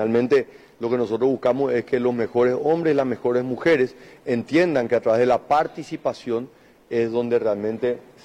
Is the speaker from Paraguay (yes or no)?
yes; Paraguay